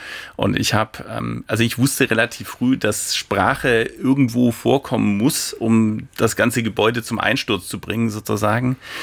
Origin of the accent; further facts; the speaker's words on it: Esslingen, Baden-Württemberg, Germany; Das war in Esslingen, wo ich aufgewachsen bin, am Neckar, alles, konnte man alles ganz gut bekommen und das ist durchaus auch prägend natürlich gewesen und geblieben.